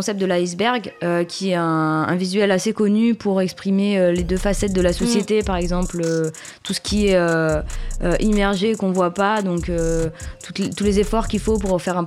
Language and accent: French; Clermont-Ferrand, Auvergne-Rhône-Alpes, France; on a vraiment essayé de chercher les étoiles montantes de Clermont-Ferrand, là d'où je viens.